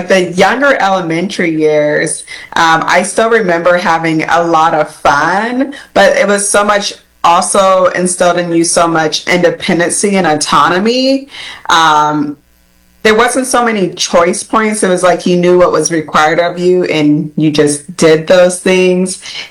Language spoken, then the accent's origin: English; Okinawa, Japan; also born or lived in Dublin, Georgia, United States; Well, I was born in Dublin, Georgia. My father served in the military, so I like to call myself a military brat. So I grew up mostly in Okinawa, Japan.